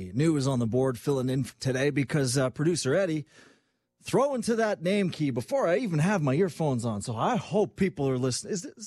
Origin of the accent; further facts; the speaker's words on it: Quebec, Canada; Now, I could do that because I'm from Quebec